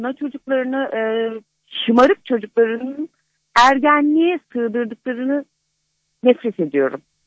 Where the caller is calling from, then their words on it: Adapazarı, Sakarya, Turkey; Sakarya Adapazarı'ndan arıyorum.